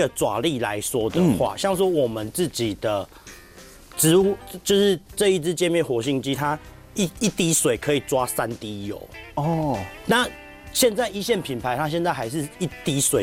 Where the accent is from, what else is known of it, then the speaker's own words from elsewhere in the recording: Taiwan; 既然我们是台湾人